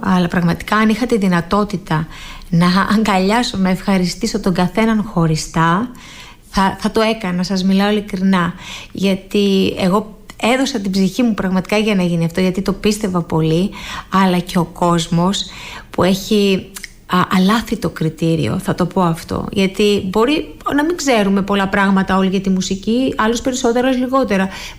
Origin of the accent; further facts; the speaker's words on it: Corfu, Ionian Islands, Greece; Είμαι Κερκυραία, ναι.